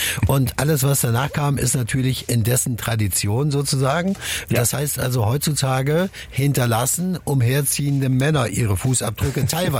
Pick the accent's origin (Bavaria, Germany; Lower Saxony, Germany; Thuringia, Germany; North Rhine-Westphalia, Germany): Thuringia, Germany; ich komme aus dem Eichsfeld.